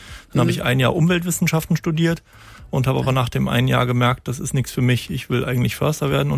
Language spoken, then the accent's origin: German; Cologne, North Rhine-Westphalia, Germany; Genau, richtig. Ich bin in Deutz groß geworden.